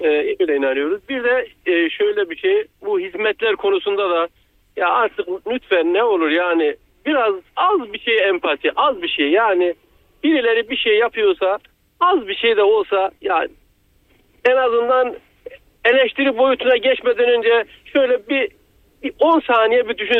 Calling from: Istanbul, Turkey; ben İstanbul'dan arıyorum.

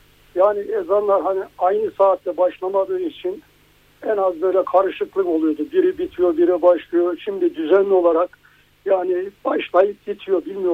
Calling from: Ankara, Turkey; Ankara'dan arıyorum.

